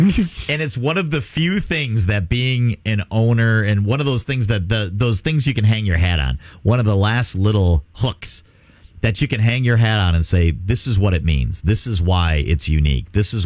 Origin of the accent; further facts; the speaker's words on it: Milwaukee, Wisconsin, United States; Growing up in the Milwaukee area